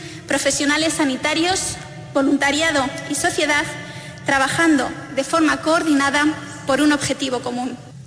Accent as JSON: {"language": "Spanish", "region": "La Rioja", "country": "Spain", "said": "es un orgullo como riojanos comprobar que nuestra comunidad se sitúa entre las regiones con mayor nivel de avance."}